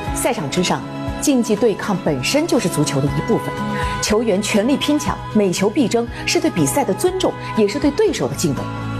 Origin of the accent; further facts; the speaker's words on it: Jiangxi, China; 一起守护属于我们江西人自己的赣超联赛。